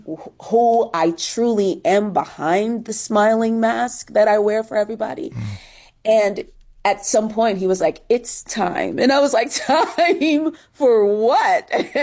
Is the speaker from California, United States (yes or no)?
no; Newark, New Jersey, United States; Come on, I grew up in Newark, New Jersey. And in the 70s and 80s, you couldn't look different, okay, in order to survive it, right?